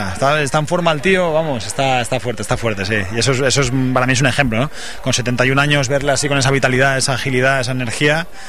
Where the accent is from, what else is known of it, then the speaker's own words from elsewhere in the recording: Asturias, Spain; Yo que vengo de Asturias, ahí pues bueno, hay muchas empresas también de turismo, empresas de rafting, de descenso en canoas de plástico ahí en el Sella, ¿no?